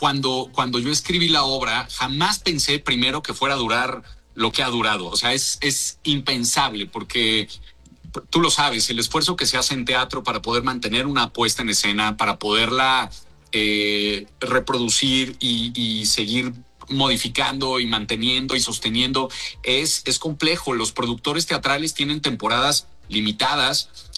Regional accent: Mexico; construyendo una firma como artista mexicano

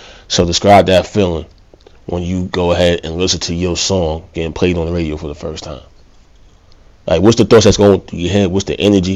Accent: New Jersey, United States; I'm from Jersey.

